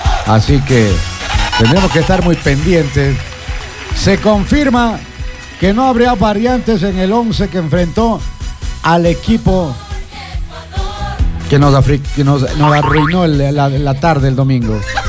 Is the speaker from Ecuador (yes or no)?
yes; Ecuador; porque yo soy ecuatoriano